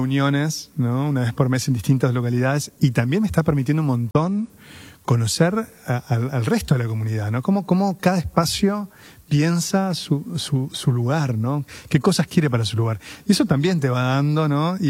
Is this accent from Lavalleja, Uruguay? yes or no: no; Montevideo, Uruguay; moved away as an adult; now in Maldonado, Uruguay; yo me crié en Cordón Sur, muy muy pegado al límite en Pocitos, Parque Rodó, una zona que era hermosa.